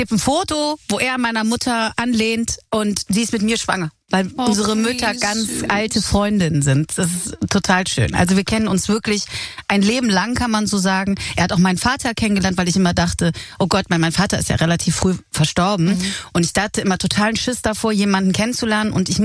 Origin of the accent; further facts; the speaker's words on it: Cologne, North Rhine-Westphalia, Germany; born or raised there; moved away as an adult; now in Berlin, Germany